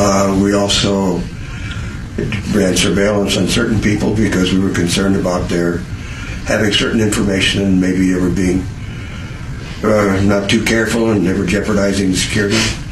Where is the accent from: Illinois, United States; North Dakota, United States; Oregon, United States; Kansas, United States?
North Dakota, United States; I was born and raised up in North Dakota.